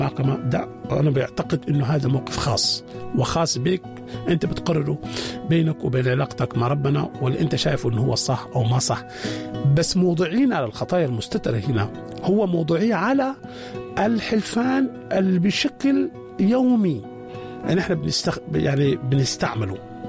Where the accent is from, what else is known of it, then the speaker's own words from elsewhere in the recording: Sudan; يعني العادة دي منتشرة جدا عندنا في السودان